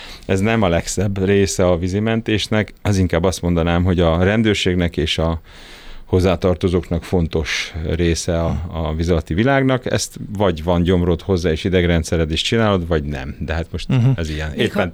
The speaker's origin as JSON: {"language": "Hungarian", "country": "Hungary", "also_born_or_lived": "Cape Town, South Africa", "said": "És hát én inkább magyar vagyok. Talán ez azért is szerencsésebb így, mert a nevem is egy magyar családi név, és nem egy ilyen Müller, vagy akármi, tehát azért ez is meghatározza, hogy nem kell magyarázkodnom."}